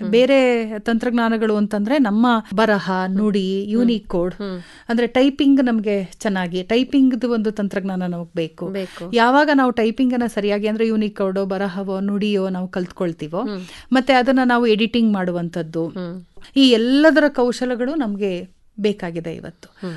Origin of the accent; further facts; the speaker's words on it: Karnataka, India; ನಾವು ಕನ್ನಡಿಗರಾಗಿ